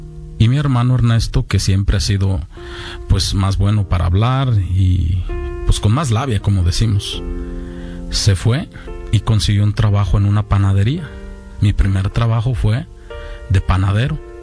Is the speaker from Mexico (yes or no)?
yes; Zapotitlán de Vadillo, Jalisco, Mexico; also born or lived in Guadalajara; aunque nací en Guadalajara, pasé mis primeros años en un pueblito del sur de Jalisco, allá en México, que se llama Zapotitlán de Vadillo. Es un pueblo de campesinos